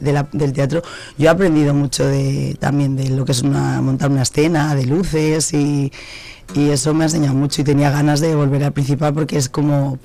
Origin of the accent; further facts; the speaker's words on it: Zaragoza, Aragon, Spain; moved away as an adult; De Zaragoza. Uh-huh. Allí nació mi niña.